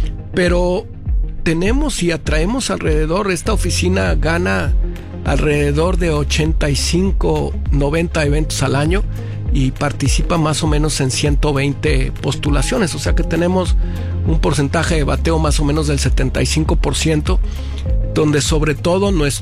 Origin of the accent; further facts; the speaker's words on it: Guadalajara, Jalisco, Mexico; a lo que somos los mexicanos y, por supuesto, a lo que somos los tapatíos